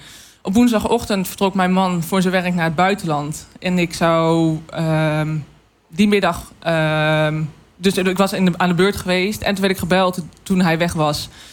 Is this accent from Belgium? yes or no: no; Deventer, Overijssel, Netherlands; born there; Ik ben geboren in Deventer. Ah, op de Worp.